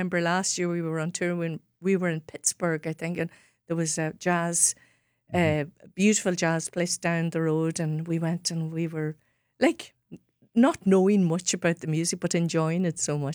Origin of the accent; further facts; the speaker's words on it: Ireland; first language Irish; English is a second language; No. So my second language is English. Mm-hmm. So I was brought up in a Giltart area. My parents, going back years and hundreds of years, like their people all spoke Gaelic. And when I was growing up, all my first language was the Irish language.